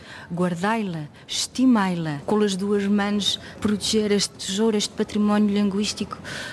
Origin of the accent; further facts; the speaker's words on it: Norte, Portugal; first language Mirandese; Eu recebi a língua mirandesa por meus pais, meus avós, a minha família e a minha terra.